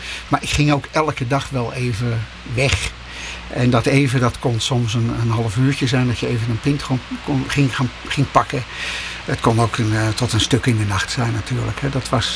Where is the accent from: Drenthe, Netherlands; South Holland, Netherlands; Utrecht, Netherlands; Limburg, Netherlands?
Utrecht, Netherlands; accent: Dutch; now in Belgium; Ik heb natuurlijk een verschrikkelijk Nederlands accent. Mensen horen altijd, niet alleen dat ik uit Nederland kom, maar de meeste mensen horen ook direct dat ik uit de buurt van Utrecht kom.